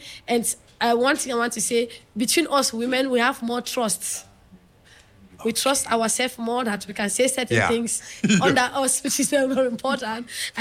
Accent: West, Cameroon; first language Bangante; English is a second language; And Bamana is the language of the mother of my father. And Bangante, I spoke Bangante. Bangante is my mother language.

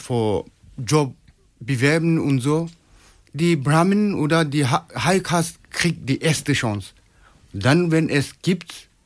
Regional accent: Nagaland, India; German is a second language; moved away as an adult; also born or lived in Madurai; now in Germany; ich komme aus Nagaland, ich bin Inder, ich studiere hier Social Analysis.

